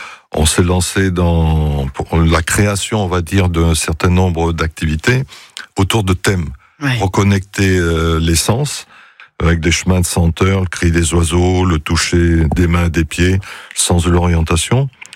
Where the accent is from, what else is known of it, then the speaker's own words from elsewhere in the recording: France; on a atterri dans le village de Vézeron-Scurtin, qui se trouve, c'est mon village natal.